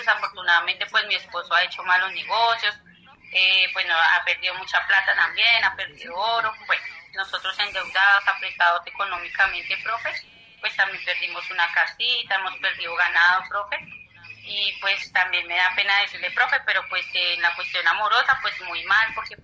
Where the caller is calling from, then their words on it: Arbeláez, Cundinamarca, Colombia; de acá de Arbeláez, Cundinamarca